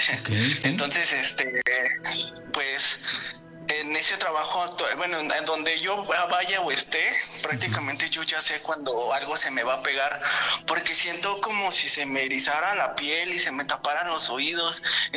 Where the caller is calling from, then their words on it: Chimalhuacán, State of Mexico, Mexico; Pues ahorita de mi trabajo aquí en Chimalhuacán.